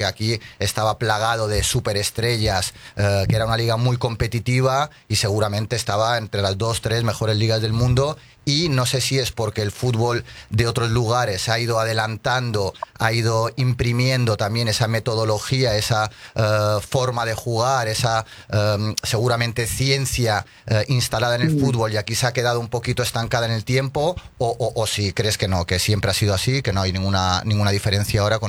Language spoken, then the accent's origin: Spanish; Balearic Islands, Spain; now in Argentina; Sí, soy de Mallorca, pero bueno, hace 10 años que vivo acá.